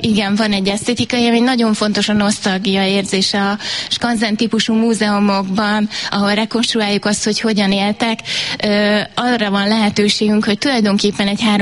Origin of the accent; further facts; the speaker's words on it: Northern Hungary, Hungary; Az észak-magyarországi falu, ennek voltam a felelőse, amikor elkészült, innen származom, és ehhez köt a legtöbb érzelmi kötelék.